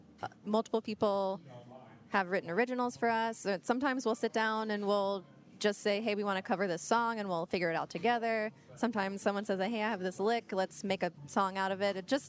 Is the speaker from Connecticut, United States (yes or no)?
no; Dallas, Texas, United States; now in New York, United States; And I'm from Dallas, Texas.